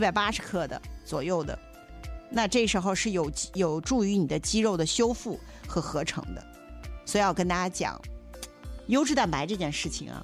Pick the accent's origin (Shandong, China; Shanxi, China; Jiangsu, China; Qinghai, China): Qinghai, China; 好在是我是从青海来的，我对奶啊牛奶啊从小就喝牦牛奶，我真的是没断过奶的人，从小就喝奶